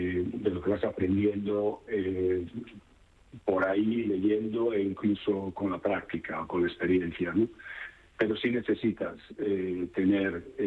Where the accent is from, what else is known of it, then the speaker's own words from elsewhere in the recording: Galicia, Spain; Yo soy gallego 100%, ¿sabes?